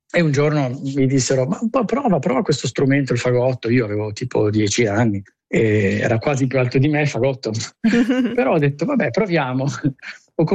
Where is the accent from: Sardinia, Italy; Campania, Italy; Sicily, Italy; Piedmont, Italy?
Piedmont, Italy; Turin; Io sono torinese